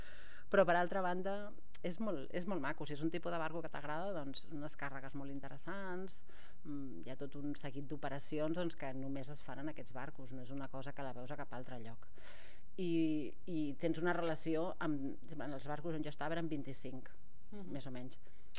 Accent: El Masnou, Catalonia, Spain; born there; Jo vaig néixer aquí a Masnou i des de casa amb uns pares es veu el mar quasi des de cada racó del pis.

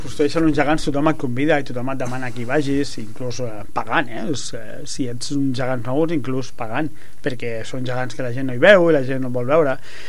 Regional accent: Barcelona, Catalonia, Spain; moved away; jo vinc del barri de la Barceloneta a Barcelona

